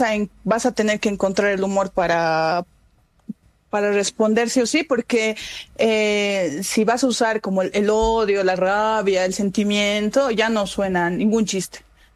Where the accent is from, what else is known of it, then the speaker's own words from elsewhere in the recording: Jujuy, Argentina; Y yo les decía, soy de Jujuy, ¿no? Soy de Jujuy